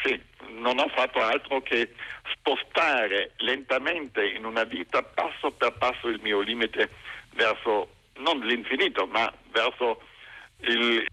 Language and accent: Italian; Trentino-Alto Adige, Italy; Io sono cresciuto nel Sud Tirolo, nella mia terra natia, vicino alle Dolomiti